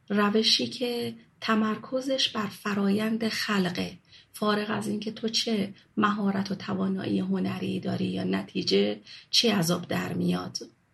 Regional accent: Shiraz, Fars, Iran; moved away as an adult; now in Mashhad, Iran; بیش از 10 سال قبل، زمانی که تصمیم گرفتم از شهر خودم شیراز، جایی که توش به دنیا اومده بودم و بزرگ شده بودم، مهاجرت کنم به مشهد. وقتی اومدم مشهد 30 ساله بودم

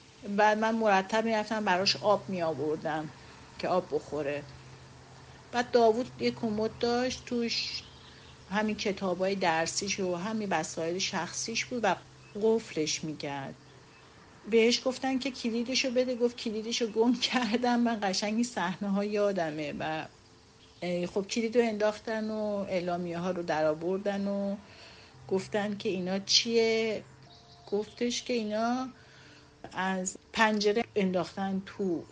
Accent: Tehran, Tehran Province, Iran; تمام بچه ها تو تهران به دنیا اومدیم و بزرگ شدیم و مدرسه رفتیم.

